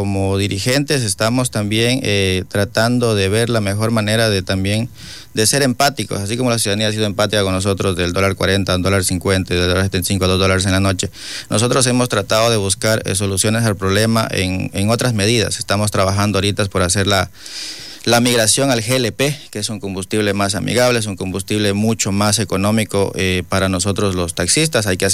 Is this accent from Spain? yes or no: no; Lago Agrio, Sucumbíos, Ecuador; somos también ciudadanos, somos de aquí del Aguario, somos de la provincia